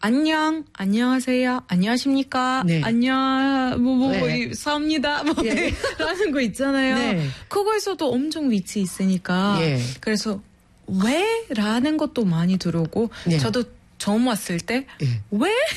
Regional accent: Alexandria, Alexandria Governorate, Egypt; Korean is a second language; moved away as an adult; now in South Korea; 그래서 알렉산드리아 그 우리 고향은 건너편 그리스, 이탈리아, 스페인 건너편이에요.

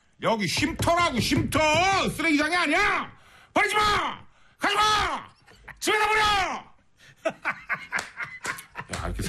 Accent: Cheongju, North Chungcheong, South Korea; 아, 제가 또 청주 사람이잖아요.

